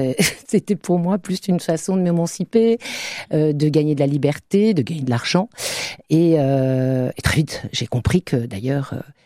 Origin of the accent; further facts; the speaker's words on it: Puteaux, Île-de-France, France; born there; je suis née en 1971 à Puteaux, un département des Hauts-de-Seine, dans une famille immigrée, très modeste, au régime plutôt patriarcal, pas très ouvert sur le monde.